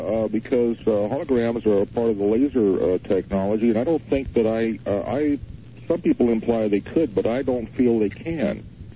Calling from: North Bend, Oregon, United States; … from North Bend, Oregon

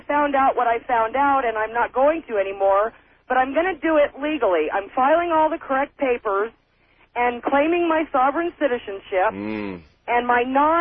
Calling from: Oregon, United States; I'm calling you from Eastern Oregon.

